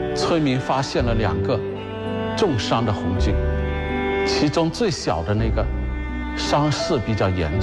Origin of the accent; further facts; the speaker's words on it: Chengkou, Chongqing, China; 土生土长的城口人，今年刚从文化站退休。